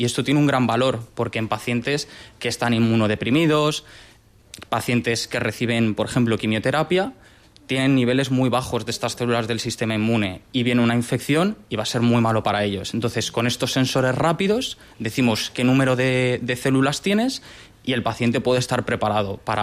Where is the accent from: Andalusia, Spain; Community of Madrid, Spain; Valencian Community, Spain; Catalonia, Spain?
Community of Madrid, Spain; Madrid; now in Balearic Islands, Spain; yo hice biología en Madrid, soy madrileño